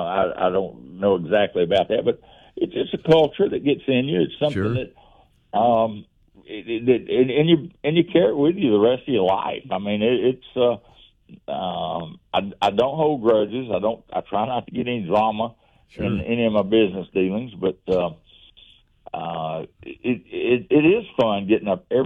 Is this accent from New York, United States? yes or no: no; Calera, Alabama, United States; born or raised there